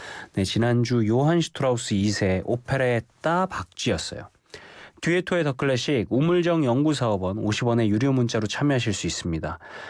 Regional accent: South Korea; 한국에서 온

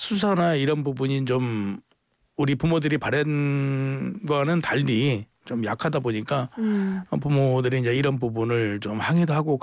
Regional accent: Namwon, North Jeolla, South Korea; 제 고향이 이제 남원인데

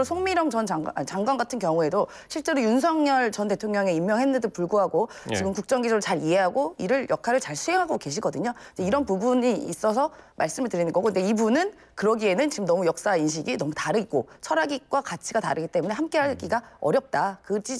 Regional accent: Seoul, South Korea; 저는 서울 사람이어서 잘 모르지만

